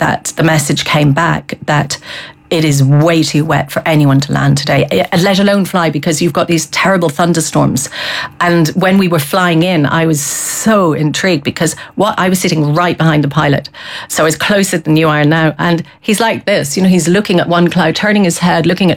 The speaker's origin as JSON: {"language": "English", "town": "Galway", "region": "Connacht", "country": "Ireland"}